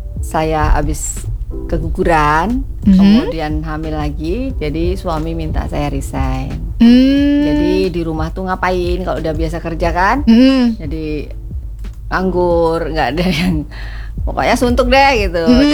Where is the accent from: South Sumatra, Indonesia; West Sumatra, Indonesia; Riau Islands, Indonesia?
Riau Islands, Indonesia; Tanjung Pinang; also born or lived in Klaten, Central Java; Saya itu ikut merantau ibu saya di kelas 1 SD.